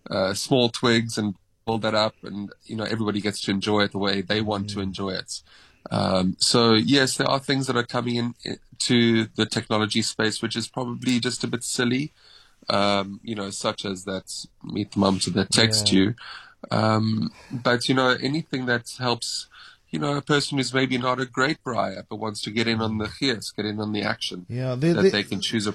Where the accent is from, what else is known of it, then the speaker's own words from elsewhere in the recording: South Africa; as a South African